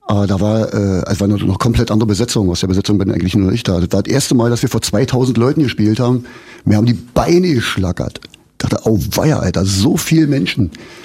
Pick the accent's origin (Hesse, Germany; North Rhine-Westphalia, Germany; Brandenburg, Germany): Brandenburg, Germany; Schon ein Grund mehr zu sagen, wir kommen aus Brandenburg.